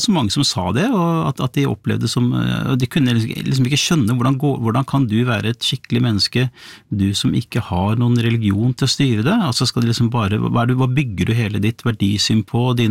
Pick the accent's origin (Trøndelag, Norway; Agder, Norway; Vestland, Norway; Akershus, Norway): Akershus, Norway; Bærum; jeg vokste opp I Bærum på 70-tallet, blått og konservativt Bærum.